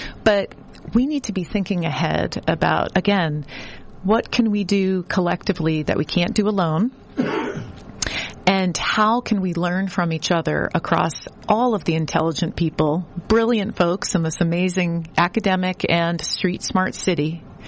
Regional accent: Boston, Massachusetts, United States; growing up in Boston and having worked here for my whole professional cultural career

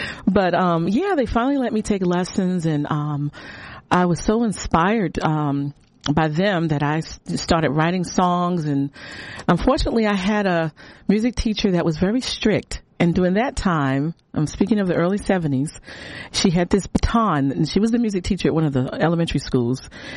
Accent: Suffolk, Virginia, United States; Well, I grew up in Suffolk, Virginia. So I'm a Southern girl.

